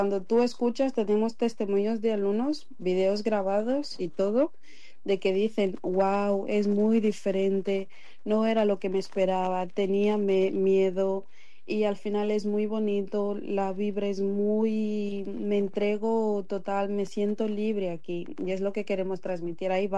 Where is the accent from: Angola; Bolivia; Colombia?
Angola; now in Vilanova i la Geltrú, Spain; Somos una familia de migrantes, entre padres, madres, abuelos, tíos. Venimos todos de Angola. Al decidir emigrar para España, hemos decidido quedarnos en Vilanova y La Geltrú